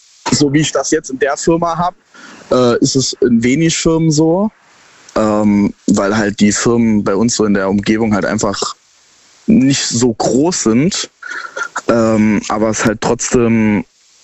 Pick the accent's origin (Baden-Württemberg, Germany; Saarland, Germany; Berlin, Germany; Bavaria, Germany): Saarland, Germany; Saarbrücken; Ich komme aus Saarbrücken.